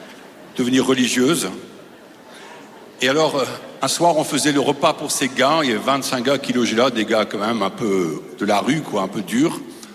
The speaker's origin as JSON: {"language": "French", "town": "Paris", "region": "Île-de-France", "country": "France", "said": "je suis à Parisien"}